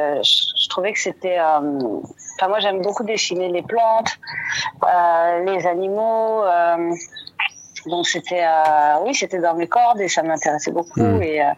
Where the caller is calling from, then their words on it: Saint-Claude, Guadeloupe; j'habite à Saint-Claude, c'est au pied du volcan de la Soufrière.